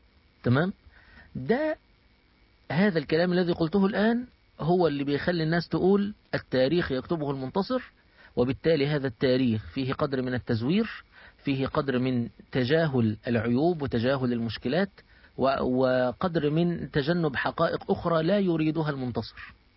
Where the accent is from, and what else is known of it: Egypt